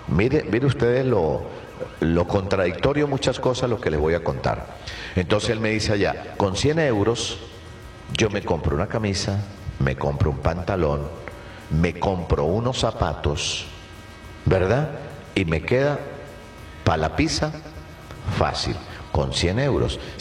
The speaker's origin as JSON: {"language": "Spanish", "country": "Venezuela"}